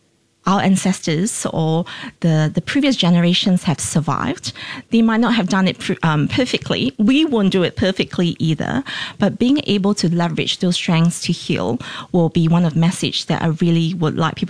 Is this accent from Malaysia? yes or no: yes; Malaysia; also born or lived in Pahang; I grew up in Malaysia.